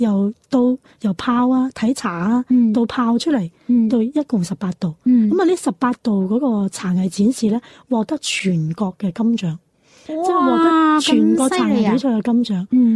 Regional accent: Guangzhou, Guangdong, China; 我哋广州人

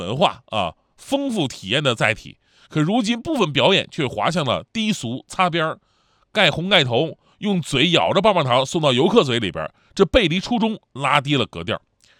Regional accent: Changchun, Jilin, China; moved away; 我们老家长春

